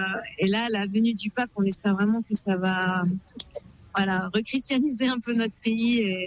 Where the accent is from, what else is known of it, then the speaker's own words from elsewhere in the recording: Annecy, Auvergne-Rhône-Alpes, France; Absolument, on est avec une amie dominicaine qui nous a hébergés dans son couvent, mais on vient du diocèse d'Annecy.